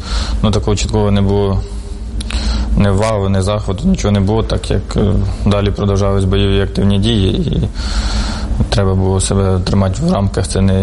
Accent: Sumy, Sumy Oblast, Ukraine; Із Сумщини. Суми.

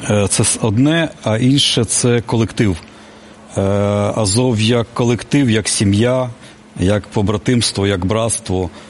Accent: Kyiv, Ukraine; я сам киянин

